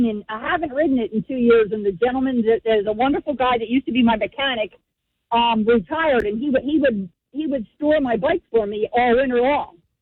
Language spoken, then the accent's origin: English; Stratford, New Jersey, United States; also born or lived in Philadelphia; So I was born in Northeast Philly, but my mom's a South Jersey girl. So I was raised in South Jersey.